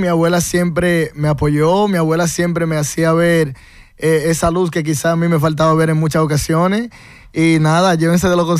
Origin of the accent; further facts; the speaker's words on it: Santiago de los Caballeros, Santiago, Dominican Republic; Soy de Santiago, de la otra banda, del barrio.